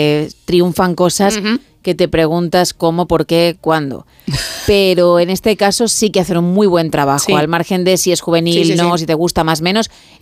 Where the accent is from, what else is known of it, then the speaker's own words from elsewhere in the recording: Italy; ¿Eres de allí como yo de Italia?